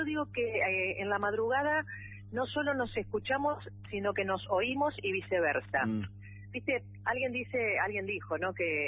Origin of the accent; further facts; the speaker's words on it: La Plata, Buenos Aires Province, Argentina; Yo soy platense.